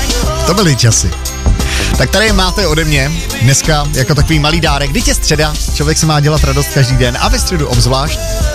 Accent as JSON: {"language": "Czech", "town": "Plzeň", "region": "Plzeň Region", "country": "Czechia", "tie": "born or raised there", "said": "Já jsem rodilej Plzeňák a tam jsme taky měli teda diskotéky s překvapením"}